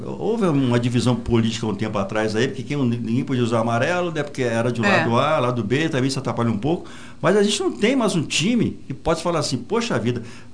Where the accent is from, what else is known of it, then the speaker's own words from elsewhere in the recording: Brazil; Eu gosto do Brasil, sou brasileiro, mas a gente está mal acostumado.